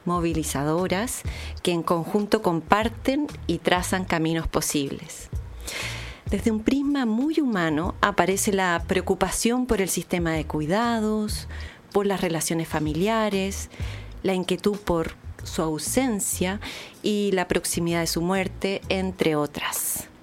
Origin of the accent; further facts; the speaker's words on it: Chile; ¿por qué la once se dice así en mi país?